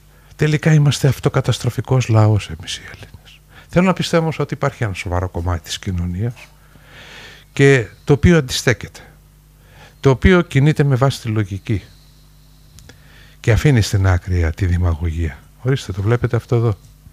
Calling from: Greece; Και όταν τους έλεγα ότι είμαι από Ελλάδα, γελούσανε.

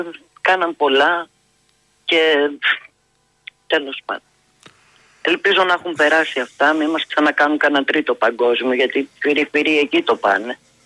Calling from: Kaisariani, Attica, Greece; Πάντως εδώ στην Κεσαριανή, επειδή μένω κάποια χρόνια

